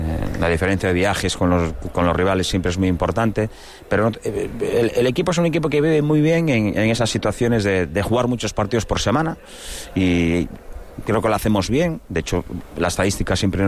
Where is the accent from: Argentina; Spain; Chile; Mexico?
Spain; A Coruña, Galicia; Soy de Coruña